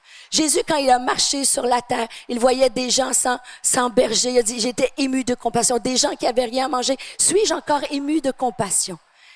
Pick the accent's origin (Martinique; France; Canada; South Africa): Canada; Quebec; quand nous, les Québécois, on était complètement fous avec la COVID.